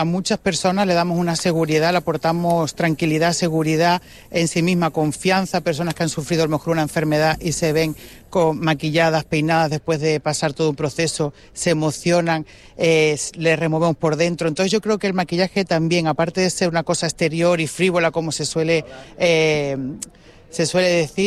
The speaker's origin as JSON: {"language": "Spanish", "town": "Tenerife", "region": "Canary Islands", "country": "Spain", "moved": "yes", "said": "Bueno, yo soy de aquí de Tenerife, del barrio Bastalú. Lo que pasa es que como llevo ya 16 años fuera, novio cordobés, ya no sé ni lo que hablo, madre gallega, tengo una locura, una mezcla, padre canario."}